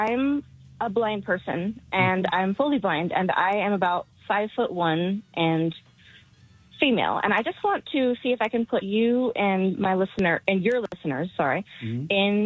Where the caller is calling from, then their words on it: Salt Lake City, Utah, United States; I'm calling from Salt Lake.